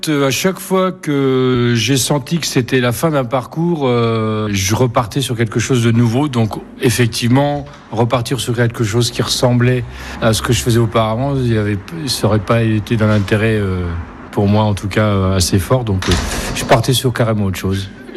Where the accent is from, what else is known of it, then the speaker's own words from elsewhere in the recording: Poitiers, Nouvelle-Aquitaine, France; moved away as an adult; also born or lived in Blois; now in Poitiers, France; Je suis parti de Poitiers après mes études pour Blois